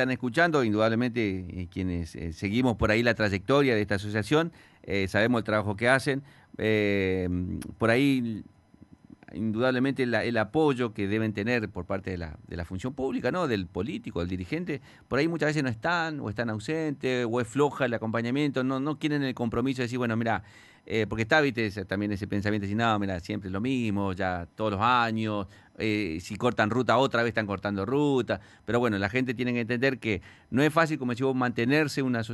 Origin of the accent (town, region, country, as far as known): Argentina